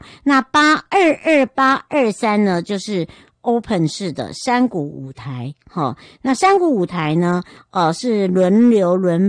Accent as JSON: {"language": "Chinese", "area": "Huadong Rift Valley", "region": "Hualien County", "country": "Taiwan", "tie": "born or raised there", "moved": "yes", "said": "回到我的故乡花东纵谷花莲，我会在罗山等大家"}